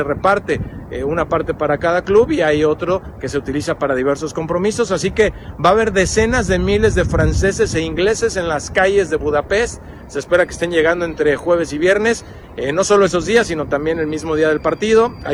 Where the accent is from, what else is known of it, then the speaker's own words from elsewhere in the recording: Mexico; a quien le mencionamos que venimos de México, fíjate que luego sacan como referencia a Cancún y la Riviera Maya